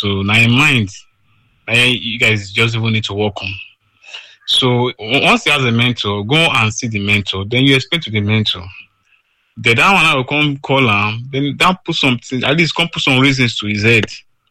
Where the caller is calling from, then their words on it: Ikorodu, Lagos, Nigeria; I'm here from Ikorodu.